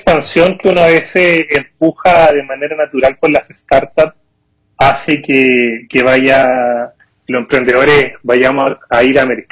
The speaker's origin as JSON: {"language": "Spanish", "town": "Santiago", "region": "Santiago Metropolitan Region", "country": "Chile", "tie": "born or raised there", "also_born_or_lived": "Mexico / Colombia / Peru", "moved": "as an adult", "lives_now": "Medellín, Colombia", "said": "Santiago, Chile, actualmente vivo en Medellín, pero sí he estado criado en Santiago, pero con una buena desarrollo viviendo también en México, en Colombia, en Perú"}